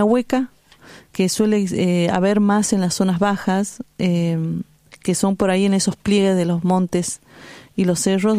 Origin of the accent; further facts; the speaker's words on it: Iruya, Salta, Argentina; born there; now in Tilcara, Argentina; Yo soy de Finca Santiago, Iruya, eso es departamento de Iruya, bien al norte de la provincia de Salta. Y vivo en Tilcara, que es Quebrado Mahuaca, provincia de Jujuy.